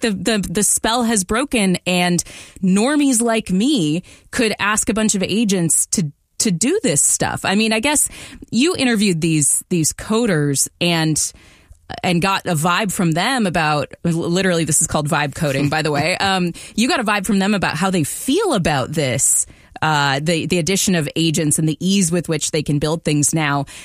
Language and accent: English; Redmond, Washington, United States; I grew up in Redmond, Washington, and in the shadow of Microsoft, literally, like right next to Microsoft.